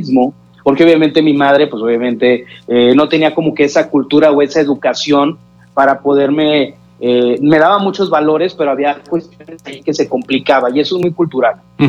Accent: Matamoros, Tamaulipas, Mexico; Los que nacimos en México, volteábamos más a México.

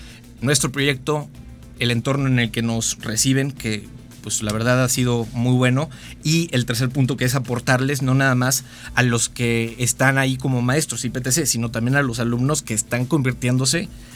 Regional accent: San Luis Potosí, Mexico; estando aquí a San Luis, yo soy de acá, de San Luis, y bueno, toda mi vida la he pasado acá

